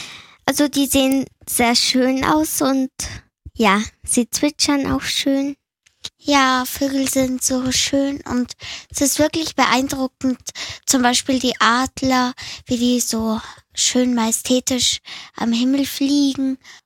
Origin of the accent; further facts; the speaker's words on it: Vienna, Austria; Wir kommen aus Wien, in Stammersdorf.